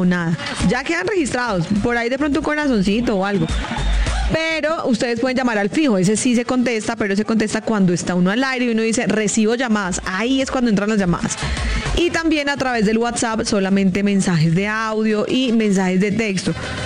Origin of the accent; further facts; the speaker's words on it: Boyacá, Colombia; yo soy boyacense.